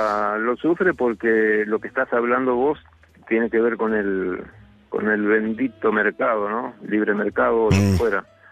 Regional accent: González Catán, Buenos Aires Province, Argentina; also born or lived in Canada; now in Mallorca, Spain; yo soy de González Catán, en Argentina

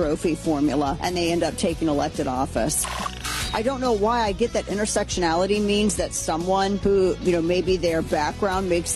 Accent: Missouri, United States; the AG for my home state, show me state of Missouri

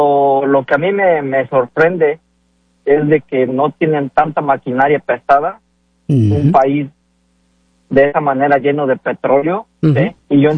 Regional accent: Tlaxcala, Mexico; Yo soy de Tlaxcala y cuando salíamos a trabajar al estado de Puebla.

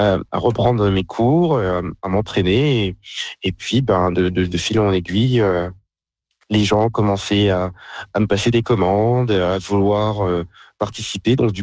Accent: Martinique; also born or lived in France; now in Saskatchewan, Canada; chez nous en Martinique

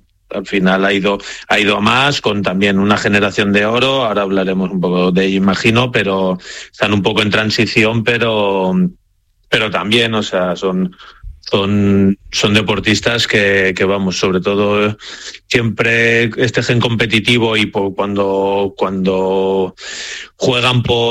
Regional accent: Spain; La verdad que yo soy español, iré con España

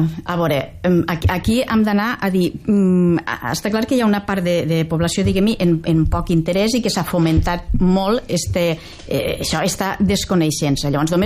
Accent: Vinaròs, Valencian Community, Spain; jo també sóc de Vinaròs

